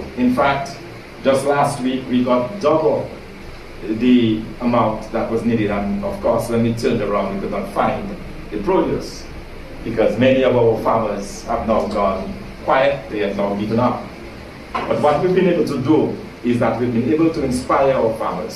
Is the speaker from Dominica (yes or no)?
yes; Dominica; I come from the Dashen belt, a village of Grand Fort